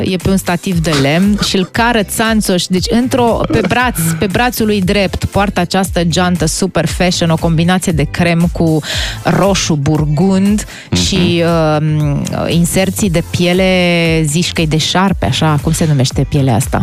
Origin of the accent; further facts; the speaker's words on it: Romania; suntem din România.